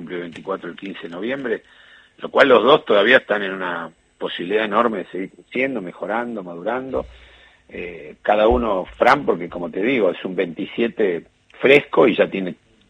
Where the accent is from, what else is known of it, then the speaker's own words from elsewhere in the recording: Argentina; es una emoción no solamente para mí como padre, no, como entrenador, como argentino.